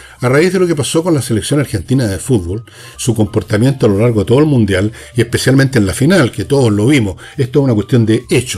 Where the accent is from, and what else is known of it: Chile